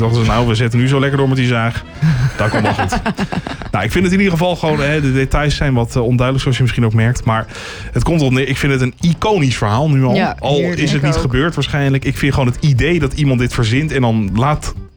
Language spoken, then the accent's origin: Dutch; Haarlem, North Holland, Netherlands; En dan komen wij als Haarlemmers de muggen in beeld.